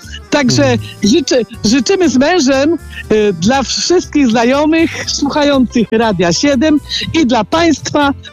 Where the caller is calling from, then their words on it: Ostrowite, Kuyavian-Pomeranian Voivodeship, Poland; ja dzwonię z Ostrowitego Rypińskiego.